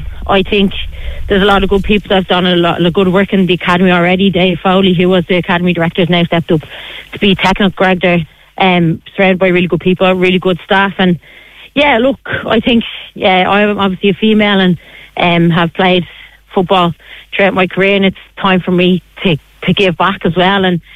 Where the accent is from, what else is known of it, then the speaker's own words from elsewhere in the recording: Enniskerry, Leinster, Ireland; I'm actually local, so obviously I'm from Enniskerry. I grew up playing football in Enniskerry as well